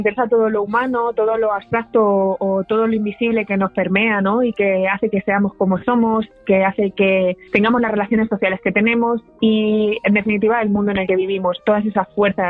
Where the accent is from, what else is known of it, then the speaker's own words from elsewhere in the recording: Albacete, Castilla-La Mancha, Spain; moved away as an adult; No vivo allí desde los 18 años y claro, ya voy a hacer el mes que viene 32.